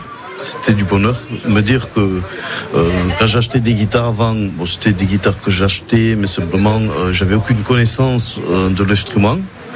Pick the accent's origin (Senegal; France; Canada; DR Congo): France; Reims, Grand Est; born there; Je suis né à Reims, oui.